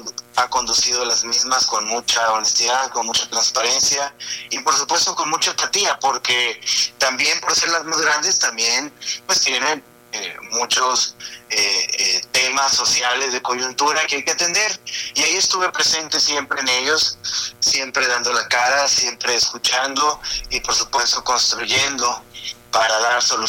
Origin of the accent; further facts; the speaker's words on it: Hermosillo, Sonora, Mexico; also born or lived in Mexico City; Soy de Hermosillo. Tengo una trayectoria, viví 11 años en la Ciudad de México, regresé a Sonora por invitación del gobernador.